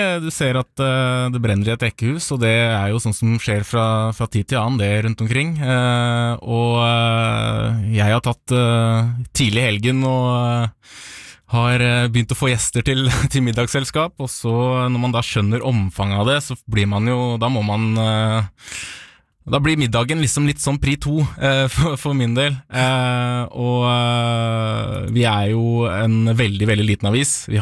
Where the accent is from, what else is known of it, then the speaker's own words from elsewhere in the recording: Svelvik, Buskerud, Norway; Jeg er jo selv fra Svelvik.